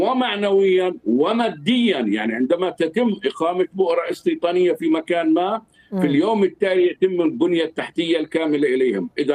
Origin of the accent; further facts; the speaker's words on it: Palestine; اليوم نحن هل نستطيع كفلسطينيين أمريكان نحن نرفع دعوى عليهم؟